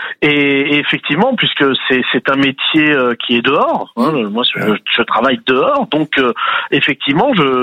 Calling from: Paris, Île-de-France, France; Alors, je suis à Paris

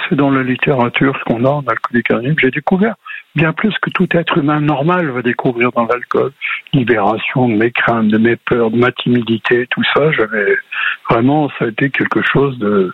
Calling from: Brittany, France; J'habite en Bretagne, Bretagne Sud, au nord de Quimperlé, une commune qui s'appelle Kerrien, une commune rurale, 5000 hectares, 1800 habitants

